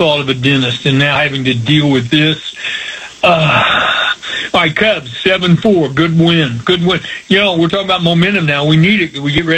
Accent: Plainfield, Indiana, United States; it goes back to when I was a kid, growing up in Plainfield

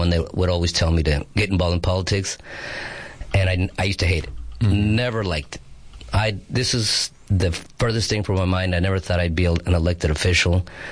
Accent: Imperial, California, United States; moved away as an adult; also born or lived in Calexico, California / El Centro, California; now in San Luis, United States; I grew up in Imperial Valley. I graduated from Imperial High School, 1984. And then I came to Arizona, to San Luis, in 1986.

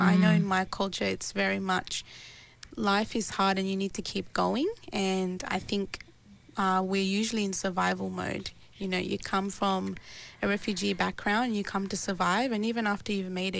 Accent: Australia; how I grew up here in Australia

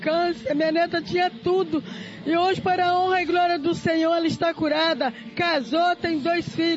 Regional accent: Itaboraí, Rio de Janeiro, Brazil; Eu vim de Itaburaí.

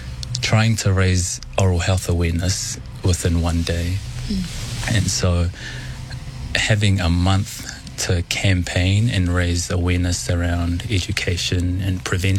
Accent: Onehunga, Auckland, New Zealand; You know, even though I grew up in Onehunga, a large portion of my family in South Auckland.

